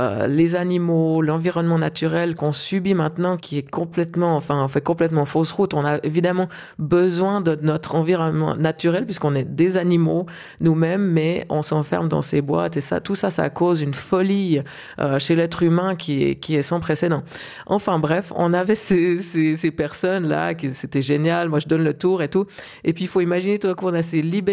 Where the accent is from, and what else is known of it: Switzerland